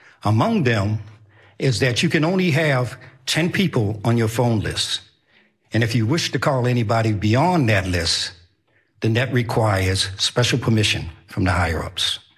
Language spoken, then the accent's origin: English; Boston, Massachusetts, United States; I'm 71 years old, born and raised in Boston, 1 of 10 children.